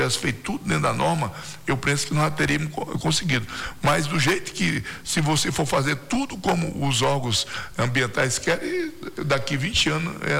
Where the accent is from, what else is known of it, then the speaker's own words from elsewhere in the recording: Acre, Brazil; Eu sou acreano. Minha família toda é acreana